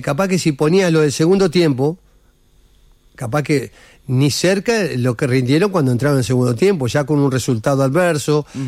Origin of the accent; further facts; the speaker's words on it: Uruguay; Yo soy uruguayo, claro.